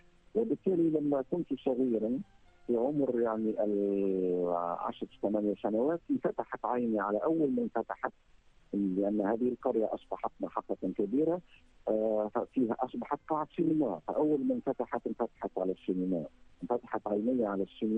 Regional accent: Tunisia; بالقرية التي ولدت بها هي قرية بسيطة توجد على تحت سفح جبل وأيضا محاطة بواد عظيم

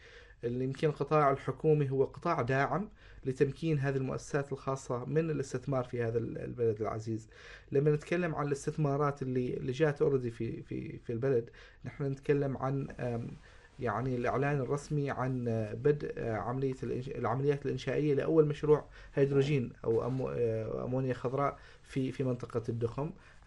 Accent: Oman; كانت عندنا فرصة كبيرة في أسبوع عمان للاستدامة للترويج للمشاريع اللي موجودة عندنا في سلطنة عمان

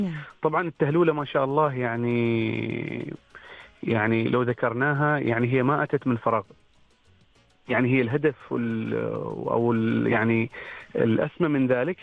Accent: Muscat, Muscat Governorate, Oman

